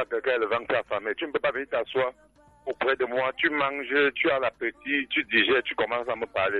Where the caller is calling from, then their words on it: Centre, Cameroon; Mimbouman